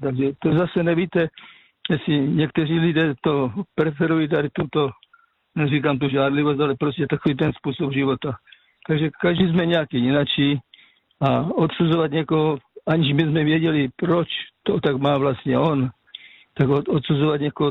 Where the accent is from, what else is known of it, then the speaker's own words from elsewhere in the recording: Moravian Slovakia, Czechia; now in Kopřivnice, Czechia; já pocházím z Moravského Slovácka, to jsem říkal několikrát